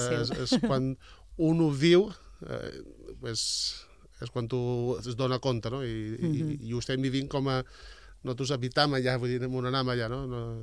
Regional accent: Menorca, Balearic Islands, Spain; aquí som tots menorquins

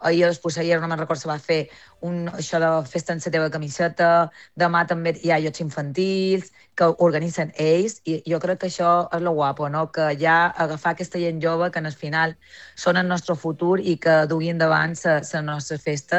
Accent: Andratx, Balearic Islands, Spain

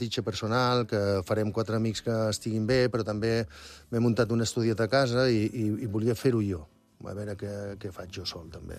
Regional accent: Girona, Catalonia, Spain; Jo soc de Girona, jo soc de Girona.

